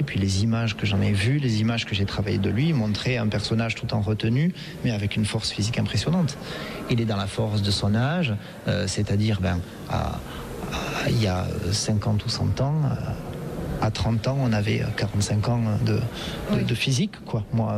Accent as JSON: {"language": "French", "area": "Campan Valley", "region": "Occitanie", "country": "France", "tie": "born there", "said": "moi je suis originaire de la vallée de Campan."}